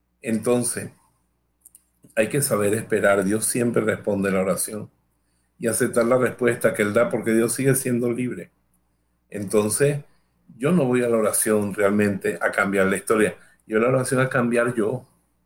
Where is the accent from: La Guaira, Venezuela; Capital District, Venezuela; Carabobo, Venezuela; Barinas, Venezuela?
Carabobo, Venezuela; Bejuma